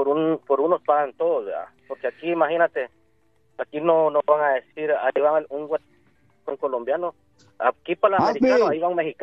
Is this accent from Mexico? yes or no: no; Guatemala; now in United States; Y yo siendo guatemalteco